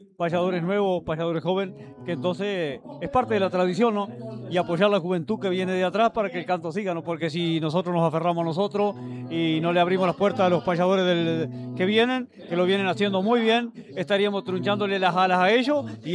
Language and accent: Spanish; Durazno, Uruguay; Se escuchan allá en Mi Pago, yo vengo de Durazno